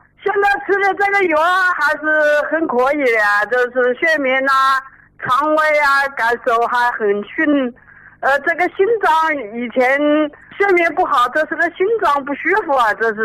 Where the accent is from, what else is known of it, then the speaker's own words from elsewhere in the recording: Honghu, Hubei, China; 我是大同湖啊。